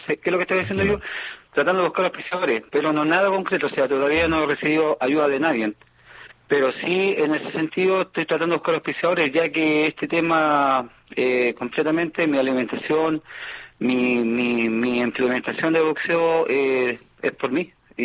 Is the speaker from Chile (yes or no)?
yes; Linares, Maule, Chile; lo hago por Linares, lo hago por mi tierra y mi pueblo.